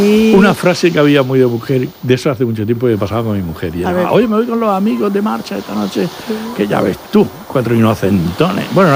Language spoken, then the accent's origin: Spanish; San Javier, Region of Murcia, Spain; Bueno, yo soy de San Javier, yo voy a hacer de árbitro.